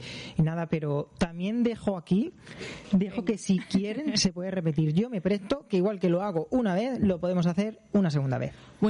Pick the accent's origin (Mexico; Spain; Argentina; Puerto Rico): Spain; Bullas, Region of Murcia; now in Madrid, Spain; ya que estoy en Madrid, pues, y tengo esa visibilidad, pues si puedo ayudar a mi pueblo, porque sé lo que es empezar desde cero, pues ahí todo mi apoyo lo tienen. Y eso es lo que me gusta. En la inauguración, pues conté con ciertos productos locales de aquí de Bullas